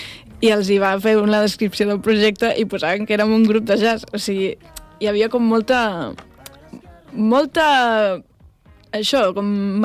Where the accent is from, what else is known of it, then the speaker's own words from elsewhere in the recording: Catalonia, Spain; moved away as an adult; now in Llagostera, Spain; jo també em considero d'aquí